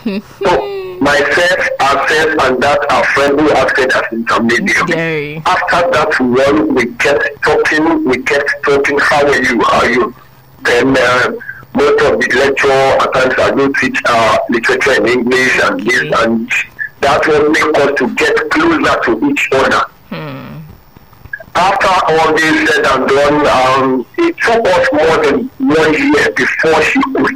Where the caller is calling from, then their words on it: Ibeka, Nigeria; I'm calling from Ibeka.